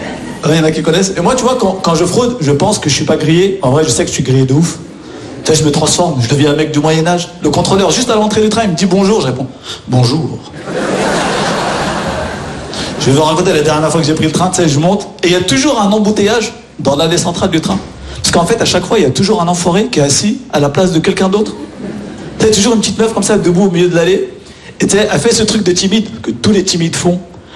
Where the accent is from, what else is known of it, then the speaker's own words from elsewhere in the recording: Nantes, Pays de la Loire, France; Moi, les amis, je viens de Nantes, ok? Et je monte à Paris au moins une fois par semaine, donc je prends le train.